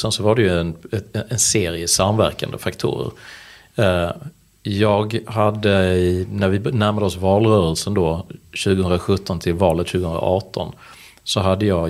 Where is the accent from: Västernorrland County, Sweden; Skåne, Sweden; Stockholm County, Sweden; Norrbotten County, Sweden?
Skåne, Sweden; Malmö; born there; Född i Malmö 1975.